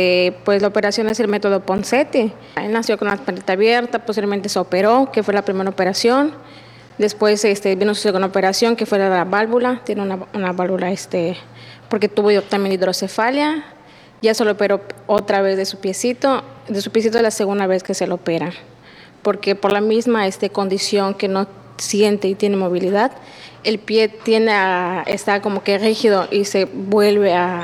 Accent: Jujuy, Argentina; De mi parte, yo de mi pueblo, soy de Jujuy, tengo una tienda.

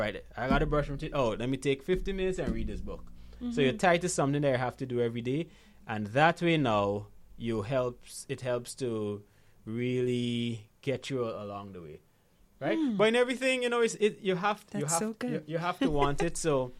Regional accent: Guyana; born there; also born or lived in Grenada; I was born in Guyana, by the way.

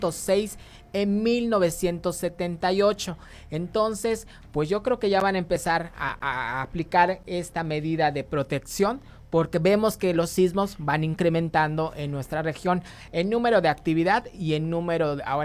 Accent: Yucatán, Mexico; nosotros lo que sí nos caracteriza como buenos yucatecos

